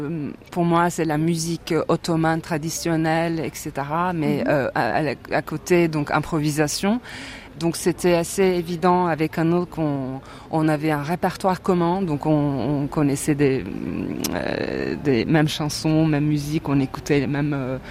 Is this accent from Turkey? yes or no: yes; Istanbul, Turkey; moved away as an adult; now in France; Donc moi, je viens de Turquie aussi, de Istanbul. J'ai déménagé en France en 2011.